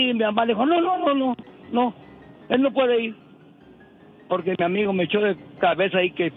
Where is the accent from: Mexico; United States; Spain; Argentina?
Mexico; Guadalajara, Jalisco; Yo soy ahí de Guadalajara y sí, yo me iba al gimnasio a hacer gimnasio y peso y guantes y todo, iba con un amiguito.